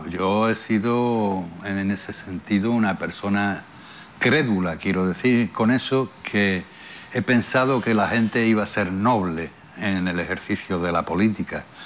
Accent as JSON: {"language": "Spanish", "country": "Spain", "said": "representan a cómo somos los españoles"}